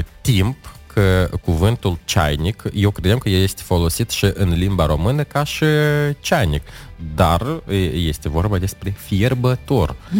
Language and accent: Romanian; Moldova; înseamnă că sunt din Republica Moldova.